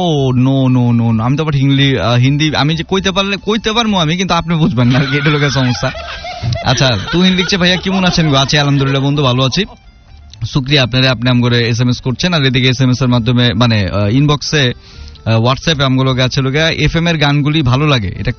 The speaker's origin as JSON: {"language": "Bangla", "town": "Dhaka", "region": "Dhaka Division", "country": "Bangladesh", "tie": "born or raised there", "said": "আমার গ্রামের বাড়ি ভাই আমি পুরান ঢাকারি অরিজিনাল, আমার গ্রামের বাড়ি এটাই।"}